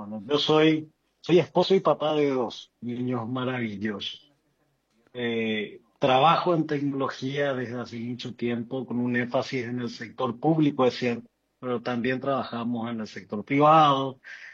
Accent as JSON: {"language": "Spanish", "country": "Paraguay"}